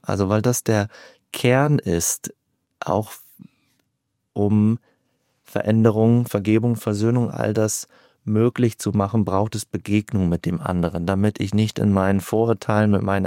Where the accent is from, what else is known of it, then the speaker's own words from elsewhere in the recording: Germany; Da haben wir wahrscheinlich als Deutsche auch aufgrund unserer Geschichte den Knacks, den wir erlebt haben